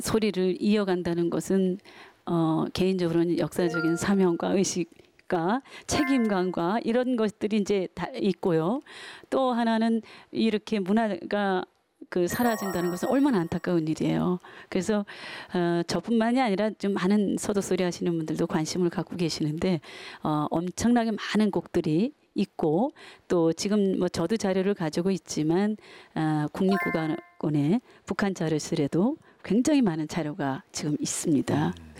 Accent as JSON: {"language": "Korean", "town": "Ganghwa", "region": "Incheon", "country": "South Korea", "tie": "born or raised there", "said": "지금 인천광역시 강화군 양사면 인화리인데요."}